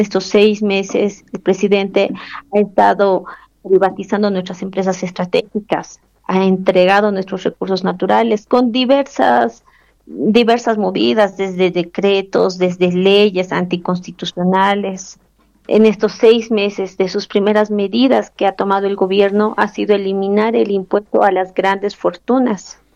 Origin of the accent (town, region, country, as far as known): Bolivia